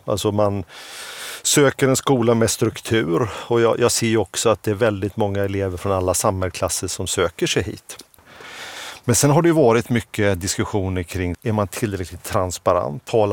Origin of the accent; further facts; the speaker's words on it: Småland, Sweden; jag är ju uppvuxen i Småland, alltså innan friskolor fanns.